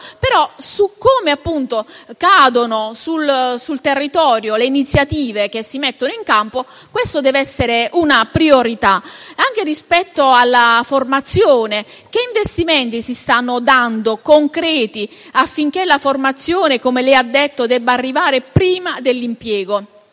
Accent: Borgo Mezzanone, Apulia, Italy; io vengo dal territorio del Borgo Mezzanone, quindi viviamo nel pieno di questo

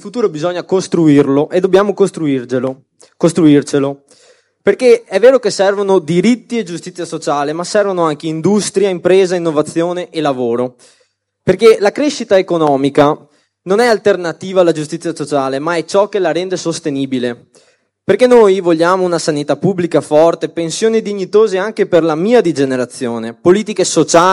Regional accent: Veneto, Italy; io vengo dalla Riviera del Brenta, che è un territorio tra Venezia e Padova

